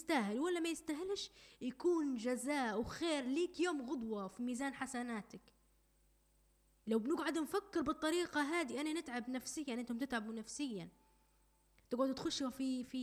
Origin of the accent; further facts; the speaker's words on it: Libya; احنا كليبيين وتربينا في عائلات